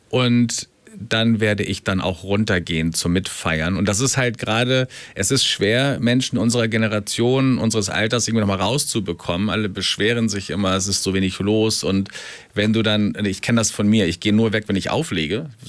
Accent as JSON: {"language": "German", "region": "Hamburg", "country": "Germany", "tie": "born or raised there", "said": "Ich komme aus Hamburg, gebürtiger Hamburger, in Billstedt groß geworden und lebe jetzt in Eimsbüttel."}